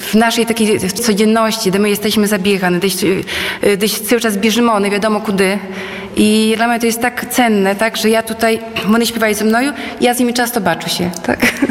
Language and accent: Polish; Łosinka, Podlaskie Voivodeship, Poland; now in Hajnówka, Poland; No, ja na przykład dojeżdżaję z Hajnówki, ale pochodzę z Łosinki i też jakby, no, związana no, sercem z Łosinki, tak, bo tutaj wychowała się, tutaj chodziła do szkoły